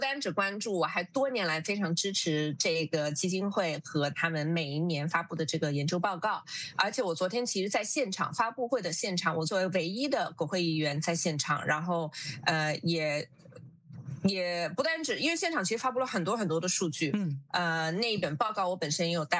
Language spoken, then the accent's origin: Chinese; New Zealand; 我们保护好自己新西兰国家利益和我们新西兰人民的利益